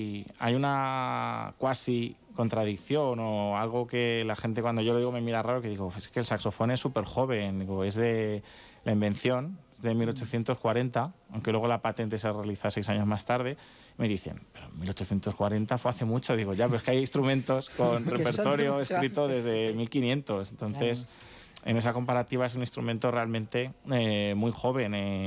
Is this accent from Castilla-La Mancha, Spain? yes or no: yes; Pedro Muñoz, Castilla-La Mancha, Spain; se trasladó allá a mi pueblo, a Pedro Muñoz. Ciudad Real.